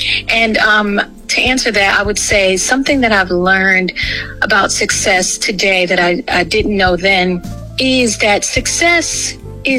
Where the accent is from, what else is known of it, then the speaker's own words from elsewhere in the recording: East Orange, New Jersey, United States; I'm from Jersey. Shout out to East Orange.